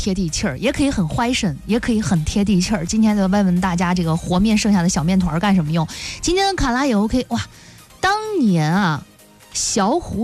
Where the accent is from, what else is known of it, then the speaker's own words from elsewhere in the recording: Shandong, China; 我们山东人爱吃面食，尤其是喜欢吃饺子